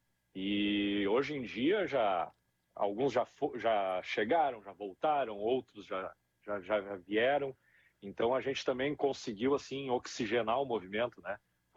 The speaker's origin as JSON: {"language": "Portuguese", "town": "Santo Antônio da Patrulha", "region": "Rio Grande do Sul", "country": "Brazil", "lives_now": "Norway", "said": "Eu sou de Santo Antônio da Patrulha, uhum, aí pertinho, terra da rapadura, né?"}